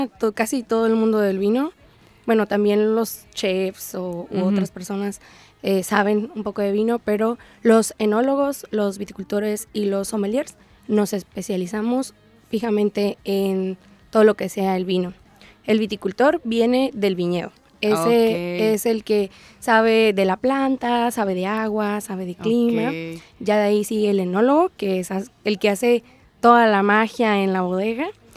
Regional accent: Ensenada, Baja California, Mexico; born there; soy nacida en Ensenada, de hecho

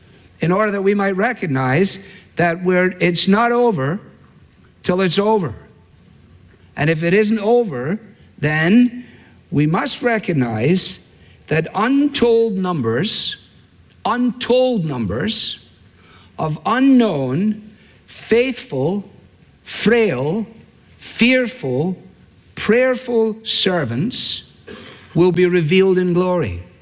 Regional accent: Scotland, United Kingdom; As a Scotsman, it appeals to me.

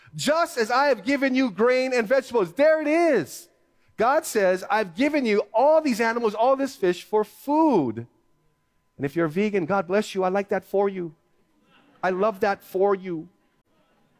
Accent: Philippines; I cannot have the blood. I'm Filipino. I can do that. Okay? Saw my Filipino grandmother up there.

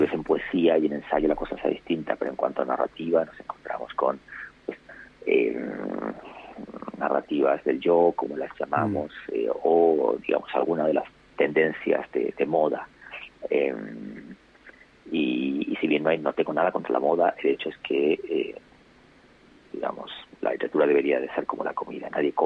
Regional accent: Argentina; moved away; Iba a decir que más allá de que mi acento haya cambiado, que yo lleve hasta el sí. más tiempo viviendo fuera de Argentina que en el país

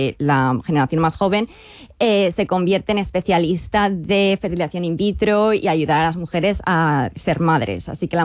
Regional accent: Valencia, Valencian Community, Spain; now in United Kingdom; Así que como valenciana, un poco desterrada porque vivo en Reino Unido

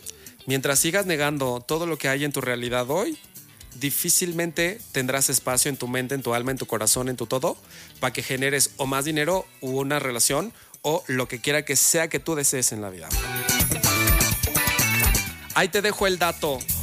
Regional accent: Mexico

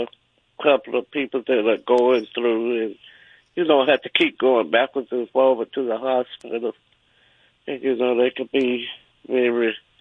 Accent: Birmingham, Alabama, United States; I'm from Birmingham, Alabama.

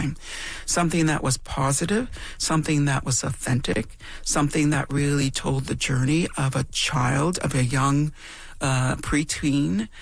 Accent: Temagami, Ontario, Canada; When I grew up in Temagami, in Northern Ontario

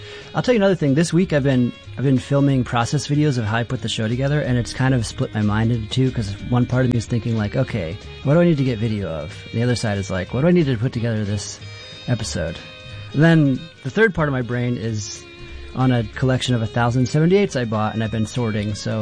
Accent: Kansas, United States; I'm from Kansas, so Missouri is a well-known, was a slave state, whereas Kansas was not.

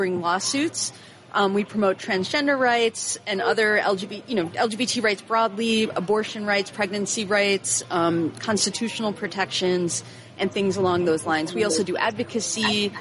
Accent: New York City, New York, United States; moved away; I'm from the Bronx originally

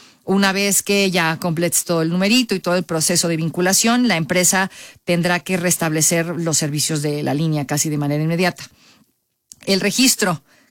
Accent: Mexico; como la verdad así somos todos, el mexicano y todos lo dejamos para el final

